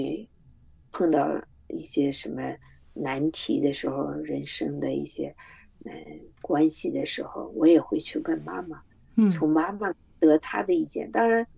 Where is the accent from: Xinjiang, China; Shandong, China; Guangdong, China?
Shandong, China; now in North America; 因为我们家是山东人，